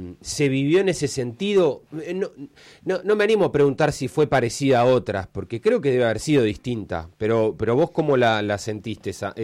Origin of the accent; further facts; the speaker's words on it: La Plata, Buenos Aires Province, Argentina; born there; la Ciudad de La Plata, de donde soy nacido